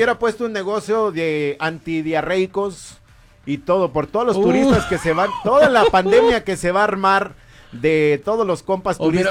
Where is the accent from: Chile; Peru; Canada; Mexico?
Mexico; Pero yo sí, a mí me da pena como mexicano, porque eso es lo que estamos mostrándole al mundo entero de cómo somos allá.